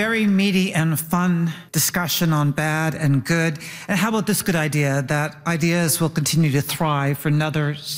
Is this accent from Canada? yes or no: yes; Canada; I'm Canadian.